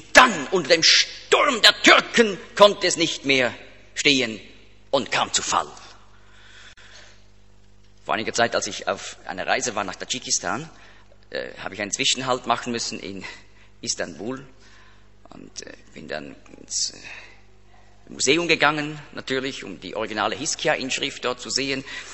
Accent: Switzerland; Er ist ja auch in der Schweiz, da ganz nahe, da wo ich aufgewachsen bin, ist er da über die Limmat, da steht noch ein Gedenkstein.

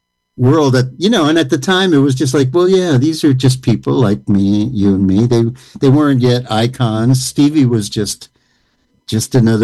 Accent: New York City, New York, United States; born there; moved away as an adult; also born or lived in Washington, D.C. / Boston; now in Franklin, Tennessee, United States; Forest Hills, New York is where I'm from originally. And then I went to school in D.C.

